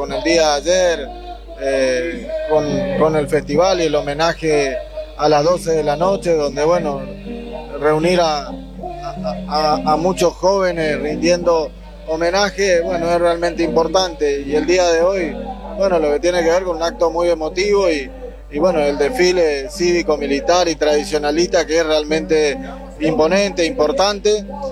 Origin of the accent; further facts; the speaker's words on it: Argentina; born there; muy contento de poder estar acá en mi ciudad natal